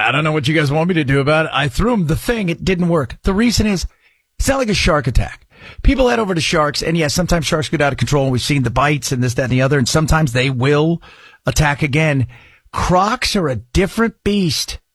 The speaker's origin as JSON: {"language": "English", "region": "California", "country": "United States", "tie": "born or raised there", "said": "I was born and raised in California. Born and raised in California. I'm 54. I've probably spent almost 40 years of my life in California."}